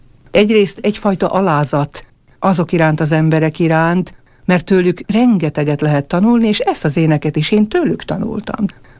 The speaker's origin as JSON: {"language": "Hungarian", "town": "Váhovce", "region": "Trnava Region", "country": "Slovakia", "tie": "born or raised there", "said": "13 éves koromtól kántorkodom a szülőfalumban"}